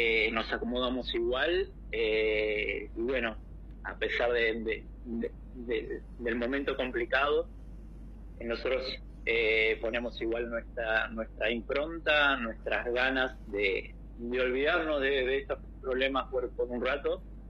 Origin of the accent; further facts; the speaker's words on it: Argentina; Sí, somos de Buenos Aires.